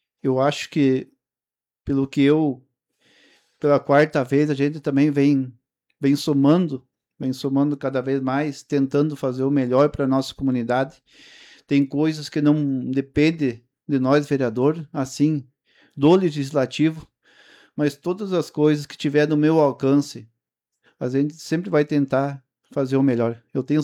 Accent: Rodeio Bonito, Rio Grande do Sul, Brazil; now in Santa Bárbara do Sul, Brazil; Eu sou natural de Rodeio Bonito. Cheguei aqui em Santa Bárbara em 98.

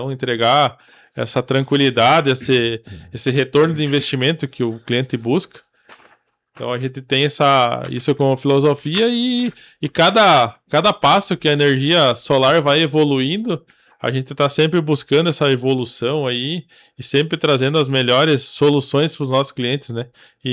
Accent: Panambi, Rio Grande do Sul, Brazil; moved away; minha terra natal lá

